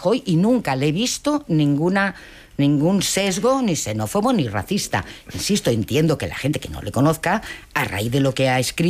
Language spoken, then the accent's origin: Spanish; Community of Madrid, Spain; now in Granada, Spain; que llevo 2 meses viviendo en Granada y soy madrileña.